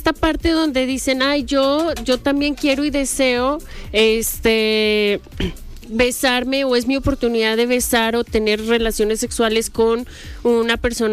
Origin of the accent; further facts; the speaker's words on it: Colombia; now in Guadalajara, Mexico; yo sí soy colombiana.